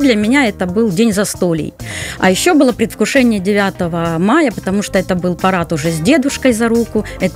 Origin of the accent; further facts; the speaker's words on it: Kherson, Kherson Oblast, Ukraine; Я родом из СССР, из города Херсона.